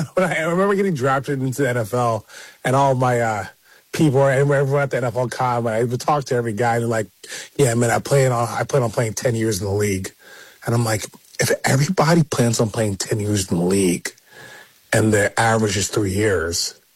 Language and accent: English; Centerville, Ohio, United States; also born or lived in New Jersey; So they immigrated from Nigeria to United States just for a better opportunity. So I was born in New Jersey. And then from there, I worked my way to Centerville.